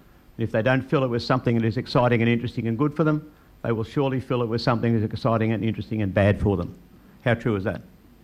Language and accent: English; Sydney, New South Wales, Australia; moved away as an adult; now in Tasmania, Australia; I grew up in Sydney.